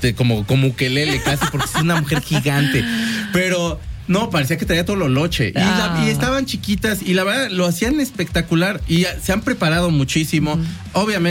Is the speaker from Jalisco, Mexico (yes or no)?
no; León, Guanajuato, Mexico; Hay un grupo que es de León, somos de León, también se los he traído porque son de León.